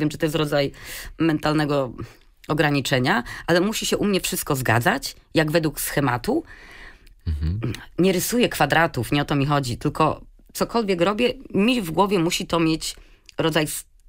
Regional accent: Poznań, Greater Poland Voivodeship, Poland; now in Berlin, Germany; pochodzę z Poznania, u nas w Poznaniu

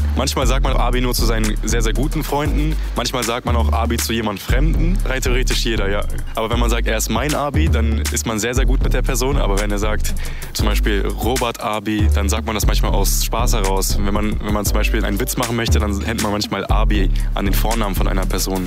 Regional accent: Kosovo; now in Herford, Germany; ich komme aus Kosovo, ich wohne in Herford.

